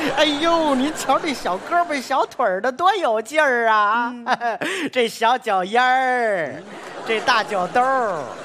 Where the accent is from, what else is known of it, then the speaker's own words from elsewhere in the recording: Beijing, China; 我们北京人上了岁数的长辈们说话特别好听。